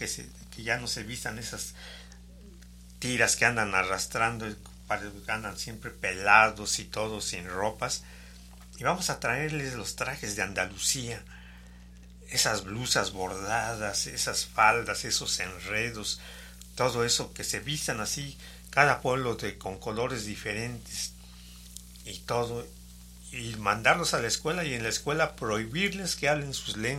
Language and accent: Spanish; Mexico; ahora sí somos mexicanos. Este mes todos somos mexicanos.